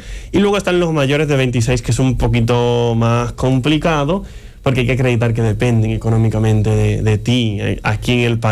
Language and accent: Spanish; Dominican Republic; now in Spain; yo puedo sacar mi pasaporte español, pero yo sigo siendo dominicano. O sea, yo de blanco, rubio.